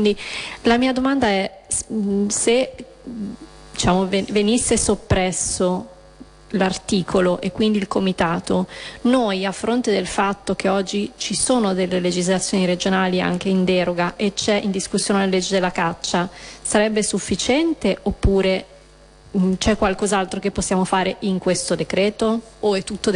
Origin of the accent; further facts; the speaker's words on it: Lombardy, Italy; Io premetto che sono lombarda